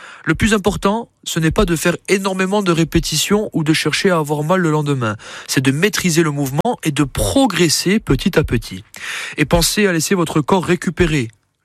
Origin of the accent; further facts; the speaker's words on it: Corsica, France; Et puis chez nous en Corse, nous avons, je pense, de merveilleux paysages.